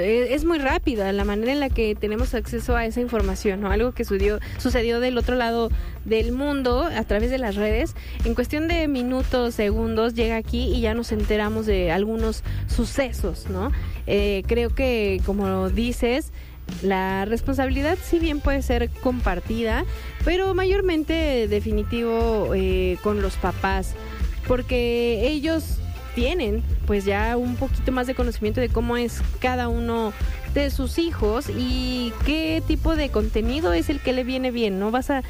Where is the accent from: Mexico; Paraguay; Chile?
Mexico; canciones favoritas que me representan como mexicana